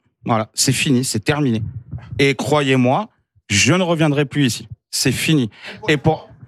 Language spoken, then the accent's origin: French; France; born there; Moi, je suis français. D'accord? Né en France, enfant de la nation française.